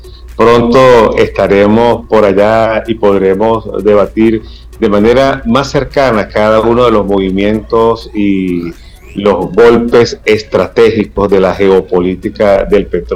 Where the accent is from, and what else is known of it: Venezuela